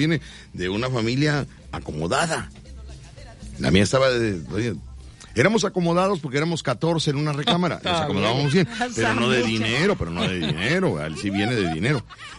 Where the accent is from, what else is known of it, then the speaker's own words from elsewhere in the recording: Mexico City, Mexico; born there; Pero yo soy de La Lagunilla, mi barrio.